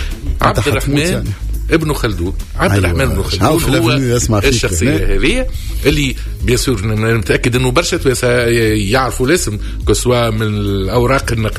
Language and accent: Arabic; Tunisia; born there; لأني ولدت في تونس